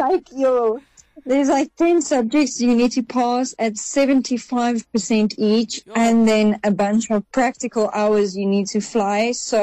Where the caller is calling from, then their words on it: Lanseria, Gauteng, South Africa; Lanseria.